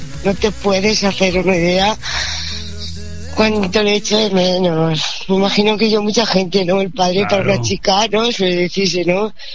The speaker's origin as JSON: {"language": "Spanish", "town": "Torrejón de Ardoz", "region": "Community of Madrid", "country": "Spain", "said": "En Torrejón, sí. Somos de allí. Mis hermanos están allí, sí."}